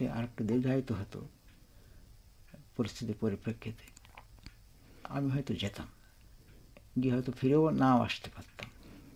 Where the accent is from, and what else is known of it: Khulna Division, Bangladesh; born or raised there